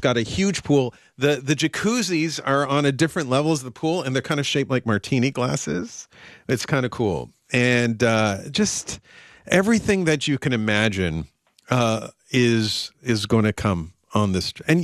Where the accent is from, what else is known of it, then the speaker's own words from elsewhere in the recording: Canada; So we're not Russian. Actually, I'm Canadian.